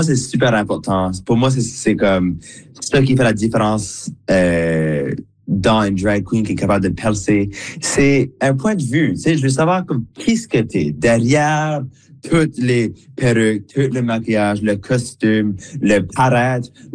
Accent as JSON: {"language": "French", "region": "Atlantic Canada", "country": "Canada", "moved": "yes", "lives_now": "Montreal, Canada", "said": "retourner à la maison, back home"}